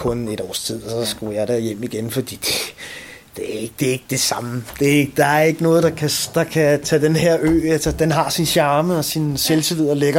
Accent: Amager, Capital Region of Denmark, Denmark; Jeg er selv fra Amager, selv. Alle mine 37 år har jeg boet her.

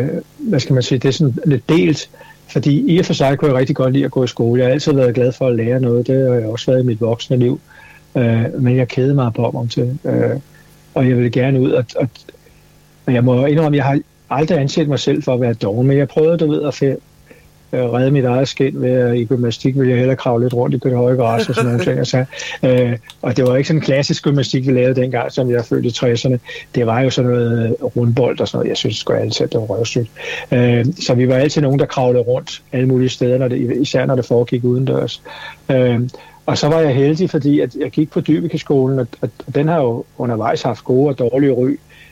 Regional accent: Copenhagen, Capital Region of Denmark, Denmark; also born or lived in Vesterbro, Copenhagen; Jeg voksede op i Urbanplan. Vi kom ud fra Vesterbro, og jeg flyttede derud, da jeg var 4 år gammel, og det var jo ikke bygget færdigt

